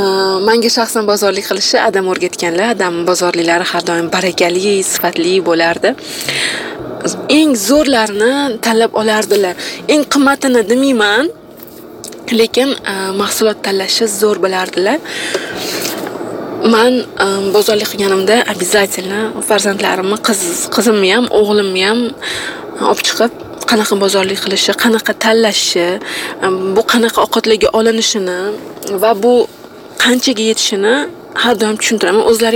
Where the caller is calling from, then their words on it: Tashkent, Uzbekistan; Toshkentdan